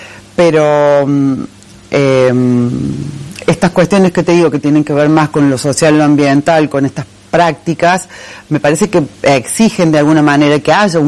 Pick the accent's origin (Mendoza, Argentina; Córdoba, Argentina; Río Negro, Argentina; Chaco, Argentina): Córdoba, Argentina; accent: tonada cordobesa; now in Santa Fe, Argentina; me decían recién que tenía mucha tonada cordobesa, y sí, pues soy de Córdoba y trabajo acá en la UNL hace 13 años, 14